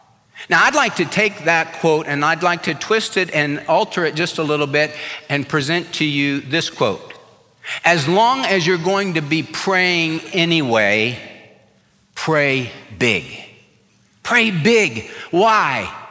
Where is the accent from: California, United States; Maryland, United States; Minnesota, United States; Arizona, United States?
California, United States; born or raised there